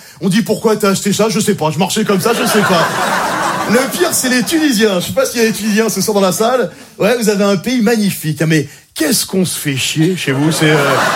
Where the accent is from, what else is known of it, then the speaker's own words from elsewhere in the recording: La Courneuve, Île-de-France, France; Non, moi, j'ai grandi à la Courneuve, je suis intermittent du spectacle, je fais les heures.